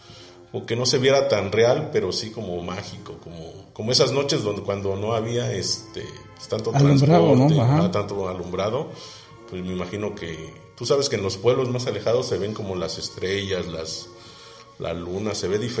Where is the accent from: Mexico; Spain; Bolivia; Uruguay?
Mexico; Oaxaca; la parte prehispánica de que nos representa pues como jojeños o como oaxaqueños, ¿no?